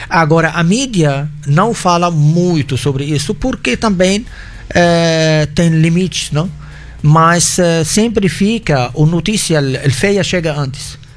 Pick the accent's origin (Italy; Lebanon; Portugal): Lebanon; born or raised there; Portuguese is a second language; moved away as an adult; now in Brazil